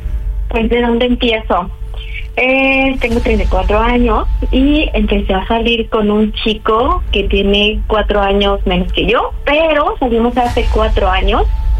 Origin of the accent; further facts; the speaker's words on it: Cuautla, Morelos, Mexico; Tengo 34 años y soy de Cuautla, Morelos.